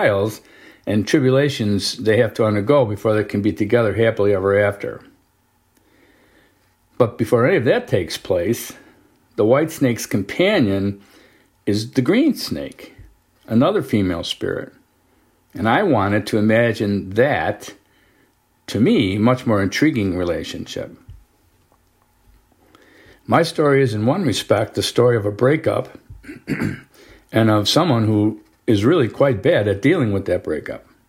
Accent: Singapore; growing up in Singapore, probably from cultural osmosis

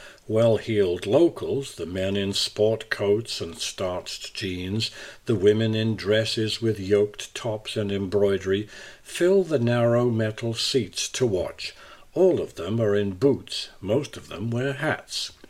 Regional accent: Los Angeles, California, United States; I flew to Fort Worth from my hometown of Los Angeles

